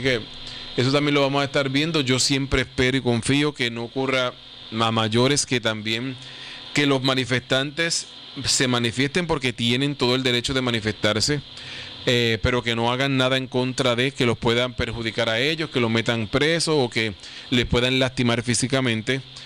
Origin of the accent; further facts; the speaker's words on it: Puerto Rico; Mira, somos todos puertorriqueños